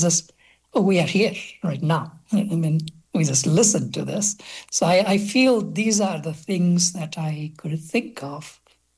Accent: Nepal; first language Nepali; English is a second language; I write in Nepali, which is my first language, and that's where I started writing my poetry initially and had published my first book.

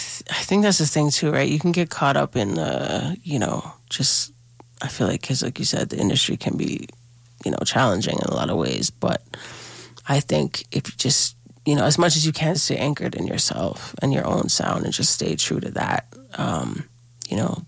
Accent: Toronto, Ontario, Canada; growing up in Toronto, we obviously, you know, grow up listening to certain things and influences.

